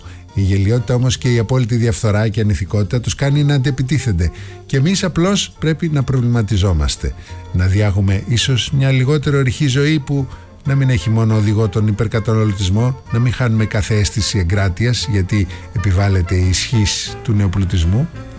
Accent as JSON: {"language": "Greek", "country": "Greece"}